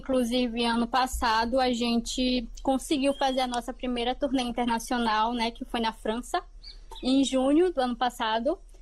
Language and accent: Portuguese; Pará, Brazil; porque a gente é daqui do oeste do Pará, bem no finalzinho do Pará.